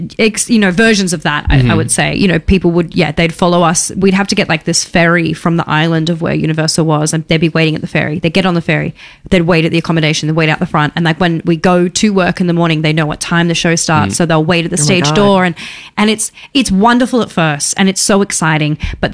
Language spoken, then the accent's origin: English; Australia; moved away